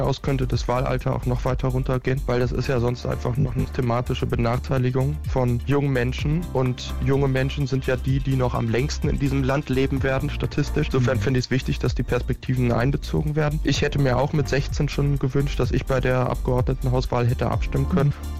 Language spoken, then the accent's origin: German; Berlin, Germany; Berlin ist vor allem einfach ein Ort, an dem ich aufgewachsen bin